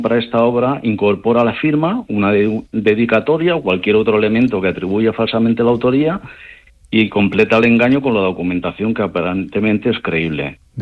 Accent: Valencian Community, Spain; Y ya, como valencianos, reservándonos de la comunidad valenciana, pues por ejemplo Sorolla

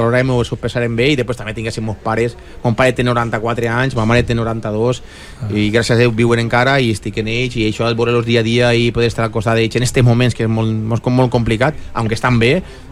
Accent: Valencian Community, Spain; moved away as an adult; now in Valencia, Spain; jo mantinc una casa allí en el meu poble

